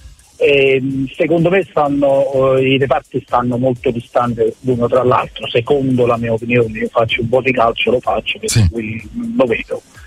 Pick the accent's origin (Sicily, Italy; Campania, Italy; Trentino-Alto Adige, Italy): Campania, Italy; born there; io sono di Castelnuovo, sono Positano nato